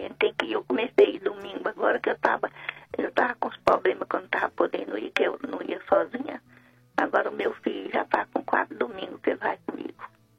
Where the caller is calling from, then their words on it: São Paulo, Brazil; Aqui da Itaquera.